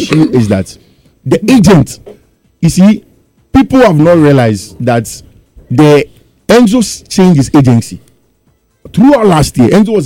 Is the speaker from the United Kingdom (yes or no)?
no; Ghana; As a Ghanaian colonized by England